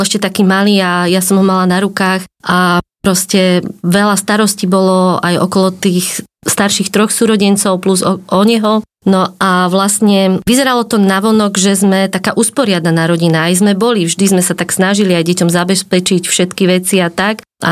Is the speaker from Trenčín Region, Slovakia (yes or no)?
yes; Trenčín, Trenčín Region, Slovakia; Pochádzam z Považia, konkrétne z Trenčína. Precestovala som hodný kus Slovenska za ten môj čas života na zemi.